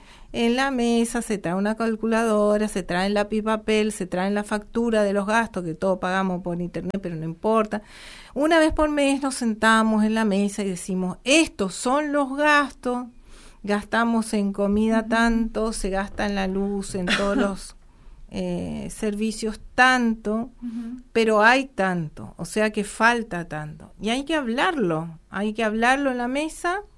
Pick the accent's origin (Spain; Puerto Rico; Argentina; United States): Argentina